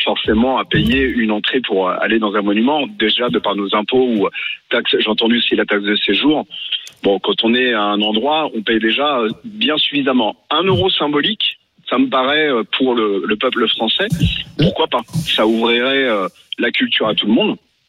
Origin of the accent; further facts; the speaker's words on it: France; En tant que Français, j'ai entendu, il y avait un de vos chroniqueurs